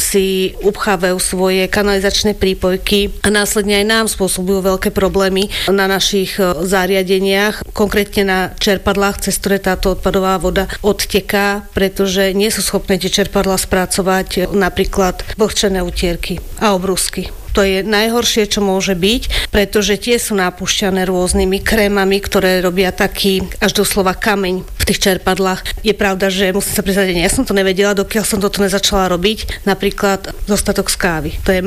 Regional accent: Malacky, Bratislava Region, Slovakia; Nie, ja som rodená Malačanka

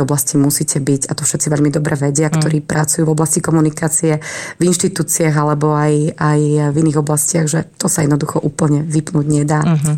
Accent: Malacky, Bratislava Region, Slovakia; moved away as an adult; now in Trenčianske Teplice, Slovakia; Ja pochádzam inak z Malaciek, z Bratislavského kraja teda, takže tam mám rodičov, mám tam vlastne rodný dom a som tam vlastne žila dlhé roky, takže poznám veľmi dobre aj Záhorie, ale 10 rokov teda už Teplice sú takým aj môjim domovom

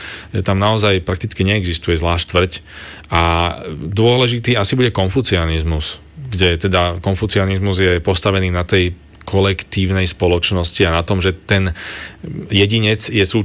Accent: Bratislava, Bratislava Region, Slovakia; born there; Teda ja som z Bratislavy, narodený v Bratislave a mám vzťah k Slovensku, najmä k východu Slovenska, keďže tam mám polovicu rodiny a od detstva som tam chodieval opakovane.

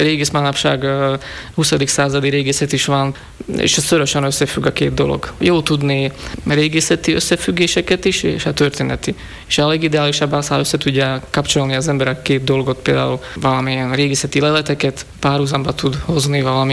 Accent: Košice Region, Slovakia; a már nem létező Perényi, tehát a szülőfalom falusi könyvtárát

